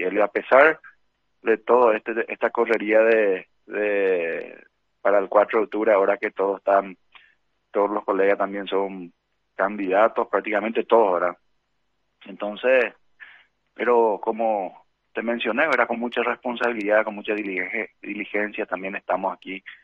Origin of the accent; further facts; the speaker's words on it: Pedro Juan Caballero, Amambay, Paraguay; como paraguayos, como pedrojuaninos